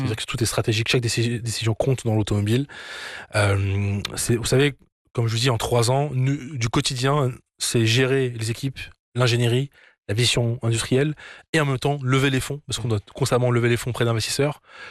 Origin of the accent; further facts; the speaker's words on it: Morocco; now in France; Moment historique, inoubliable, en tant que Marocain, plus Marocain du monde. On est en France, loin du Maroc au départ, avec juste les vacances d'été.